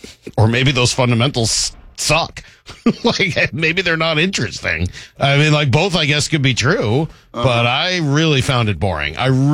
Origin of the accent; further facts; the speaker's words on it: United States; I'm an American.